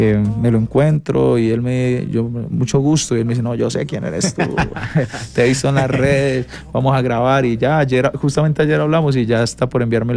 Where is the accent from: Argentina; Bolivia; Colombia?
Colombia; Y yo, igual siendo colombiano